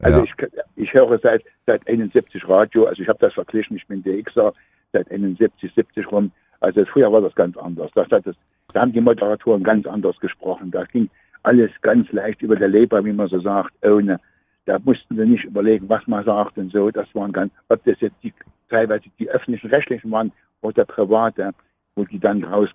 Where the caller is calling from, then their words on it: eastern Germany, Germany; ich bin ja aus dem Osten hier